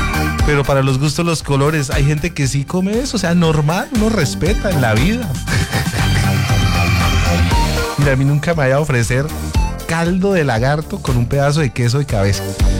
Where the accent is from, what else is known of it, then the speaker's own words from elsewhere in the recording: Bucaramanga, Santander, Colombia; yo soy de Bucaramanga, yo sí he escuchado hablar de esa palabra, el murillo.